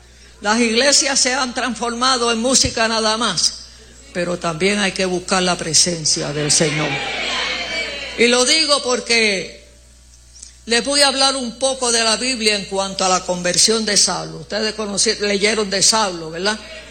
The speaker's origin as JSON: {"language": "Spanish", "country": "Puerto Rico", "said": "en Puerto Rico, déjeme decirle nuestras costumbres."}